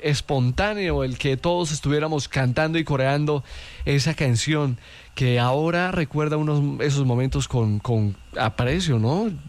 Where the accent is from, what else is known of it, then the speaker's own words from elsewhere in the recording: San Pedro de los Milagros, Antioquia, Colombia; born there; en mi colegio, en la institución educativa Padre Roberto Rollave Vélez, en San Pedro de los Milagros